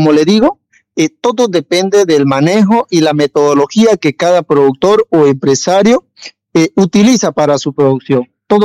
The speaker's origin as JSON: {"language": "Spanish", "country": "Bolivia"}